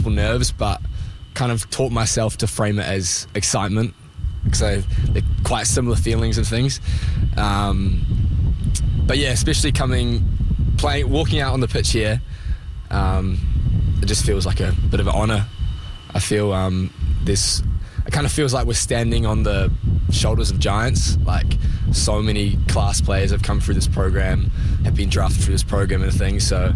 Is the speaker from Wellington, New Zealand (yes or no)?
yes; Wellington, New Zealand; moved away as an adult; now in Sydney, Canada; I'm from Wellington, which is the capital city of New Zealand. So it's kind of 300,000 people.